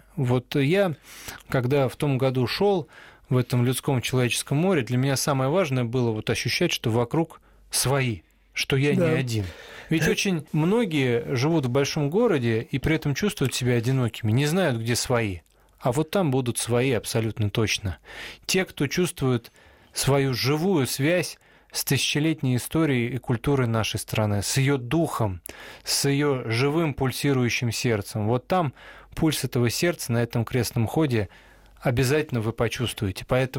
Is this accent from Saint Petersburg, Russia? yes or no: no; Moscow, Russia; Мы с Романом коренные москвичи оба.